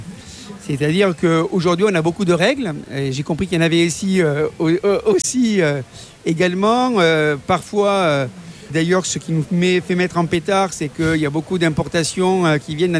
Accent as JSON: {"language": "French", "country": "New Caledonia", "said": "Oui, voilà. Ça c'est mon accent."}